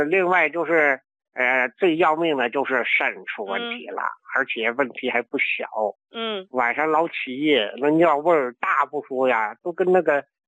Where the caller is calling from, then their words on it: Tianjin, China; 哎呀，老糖友了，我是天津的。